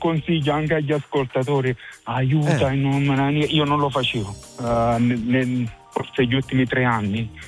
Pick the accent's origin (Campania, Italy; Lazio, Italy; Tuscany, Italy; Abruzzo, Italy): Campania, Italy; Nocera; born there; Io in questo momento sto a Nocera, sto al mio paese